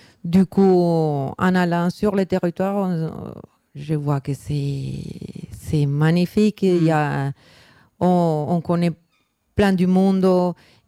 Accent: Bogotá, Colombia; French is a second language; à Bogota, moi je suis de Bogota, à Bogota il y a une rueda de Boujérengues

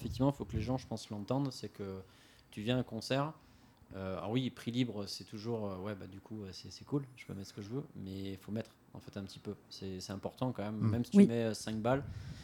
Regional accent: Lyon, Auvergne-Rhône-Alpes, France; now in Toulouse, France; je suis de Lyon à la base.

